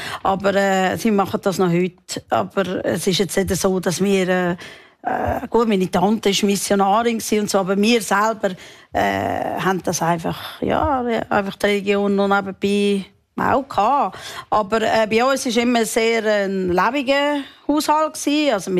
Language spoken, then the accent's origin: German; Meilen, Zurich, Switzerland; Wir sind nicht direkt am See ja, aufgewachsen. Also ja, ich meine, ja, ich bin Meilen.